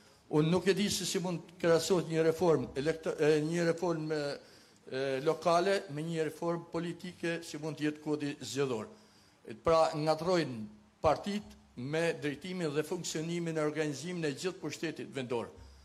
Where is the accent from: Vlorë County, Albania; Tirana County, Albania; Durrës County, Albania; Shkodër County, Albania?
Shkodër County, Albania; Malësi e Madhe; Gjithë bashkut e bëjmë Bashkinë e Malësisë Madhe, si që jam unë malësor i kësaj bashkije.